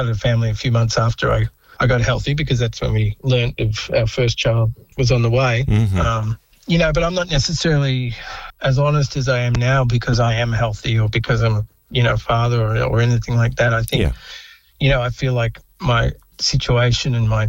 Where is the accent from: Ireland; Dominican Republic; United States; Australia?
Australia; Melbourne, Victoria; born or raised there; also born or lived in Central Australia